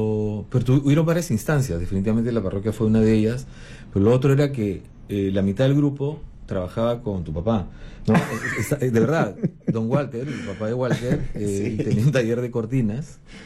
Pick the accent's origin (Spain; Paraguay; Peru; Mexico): Peru; Barranco, Lima; pues, si somos de Barranco, porque somos Barranquito.